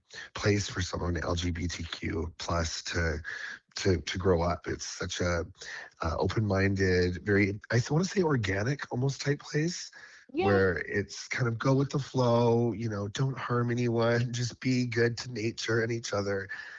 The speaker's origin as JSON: {"language": "English", "town": "North Vancouver", "region": "British Columbia", "country": "Canada", "tie": "born or raised there", "said": "Being a proud Vancouverite, I grew up in North Vancouver downtown"}